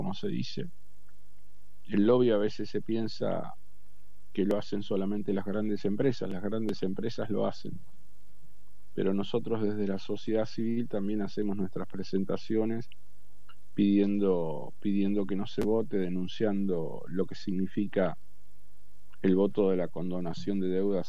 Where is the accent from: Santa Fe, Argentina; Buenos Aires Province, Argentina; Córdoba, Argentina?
Buenos Aires Province, Argentina; San Miguel; yo soy de San Miguel, provincia de Buenos Aires. En San Miguel hace parte del AMBA, ¿no?